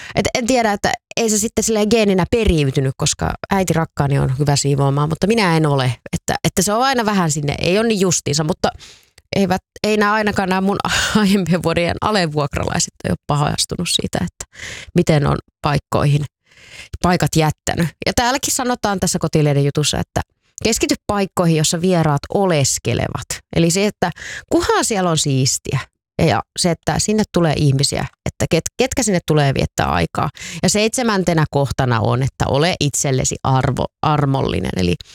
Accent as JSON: {"language": "Finnish", "town": "Tampere", "region": "Pirkanmaa", "country": "Finland", "tie": "born or raised there"}